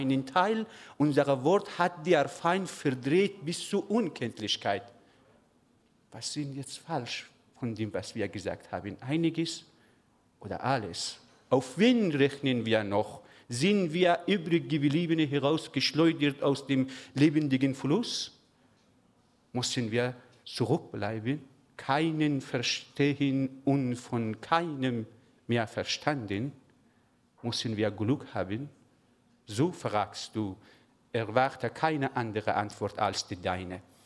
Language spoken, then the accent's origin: German; Afghanistan; German is a second language; Wenn ich über Schwierigkeit sprechen möchte, dann denke ich sofort über meine Gesellschaft, mein Heimatland. Diese katastrophale Situation in Afghanistan, so groß, so schlecht